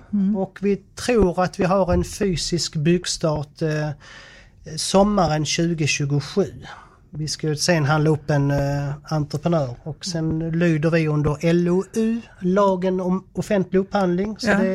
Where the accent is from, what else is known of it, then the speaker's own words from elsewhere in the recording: Eslöv, Skåne, Sweden; now in Lund, Sweden; Född och uppvuxen i Eslöv så att steget är inte så långt. Jag bor i Lunds kommun för tillfället.